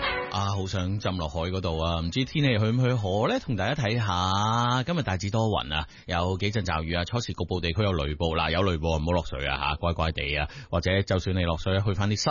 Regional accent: Hong Kong; 作為一個香港人咧，呢段時間真係成日啦都見唔到太陽咧

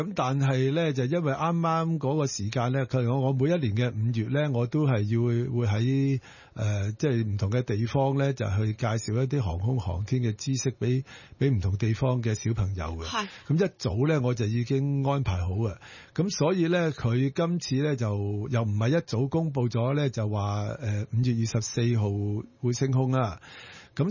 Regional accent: Hong Kong; 我谂我同其他香港人一样

